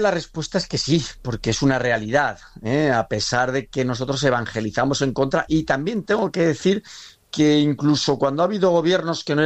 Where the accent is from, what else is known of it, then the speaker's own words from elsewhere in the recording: Valencian Community, Spain; en las dos tenemos, como valencianos, muchísimos intereses y muchas posibilidades de colaborar y cooperar.